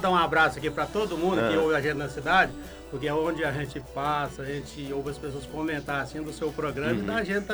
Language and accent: Portuguese; Brazil; o Brasil é a nossa nação, né? Então, nós somos brasileiros.